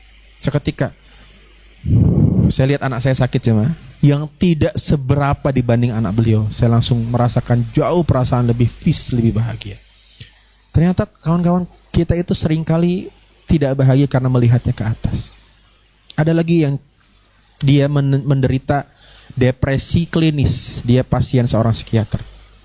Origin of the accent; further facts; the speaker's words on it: Java, Indonesia; Saya orang Jawa jemaah.